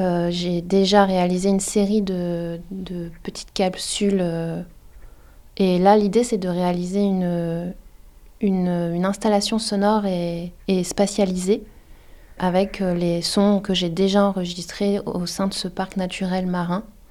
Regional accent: France; also born or lived in Mayotte; s'intéresser à Mayotte en tant que Française. En tant que blanche

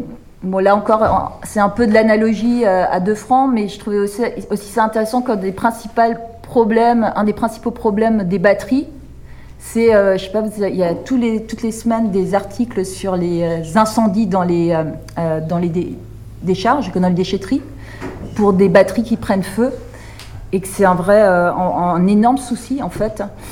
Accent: Serbia; Ça, c'est chez nous, en Serbie.

